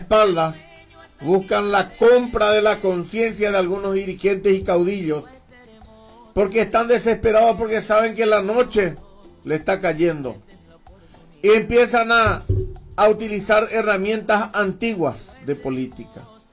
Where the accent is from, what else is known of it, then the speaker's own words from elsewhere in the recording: Carapeguá, Paraguarí, Paraguay; le demuestro a mi pueblo